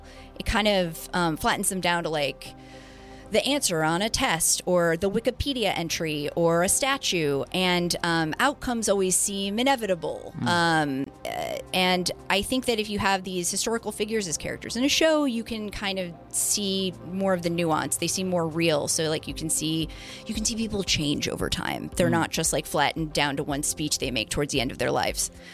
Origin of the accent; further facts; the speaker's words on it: Illinois, United States; I grew up outside of Chicago.